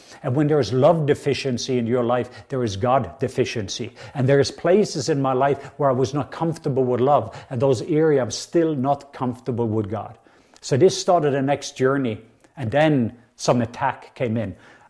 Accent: Norway; English is a second language; I came all the way from Norway and I'd saved money for 6 months

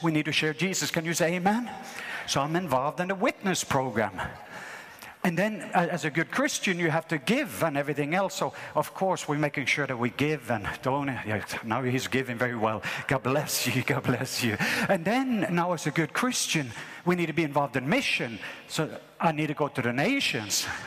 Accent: Norway; So when I grew up in Norway, when I was 12 years old, there was a painful, painful abuse and pain that took place in my life.

